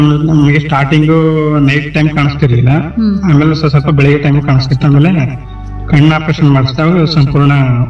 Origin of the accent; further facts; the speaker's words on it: Karnataka, India; HD Kota taluk Hirehalli ಕಾಲೋನಿಗೆ.